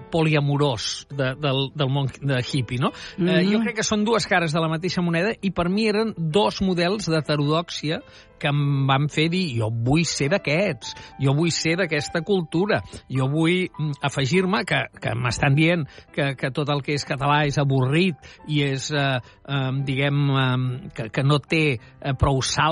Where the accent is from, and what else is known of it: Catalonia, Spain